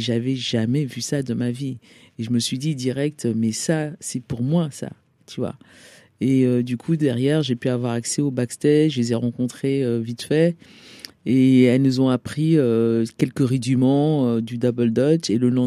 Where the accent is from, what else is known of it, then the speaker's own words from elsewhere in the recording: Alfortville, Île-de-France, France; also born or lived in Cameroon; j'ai grandi en banlieue, donc du coup dans le 9-4, Alfortville, Maison Alfort. Mais je suis née au Cameroun.